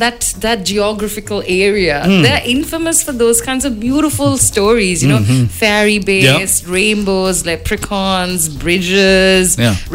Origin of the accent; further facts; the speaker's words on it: India; I'm Indian.